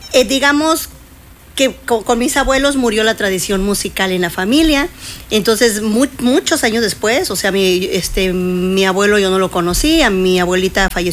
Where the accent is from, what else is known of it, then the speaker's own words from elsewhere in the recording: Oaxaca, Mexico; Yo soy originaria de Oaxaca.